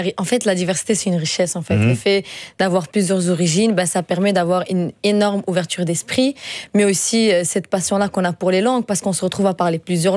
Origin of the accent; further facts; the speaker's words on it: Belgium; lorsqu'on vient de différentes origines, mais en plus de ça, lorsqu'on est belge aussi, ça permet aussi d'avoir cette ouverture-là envers le monde extérieur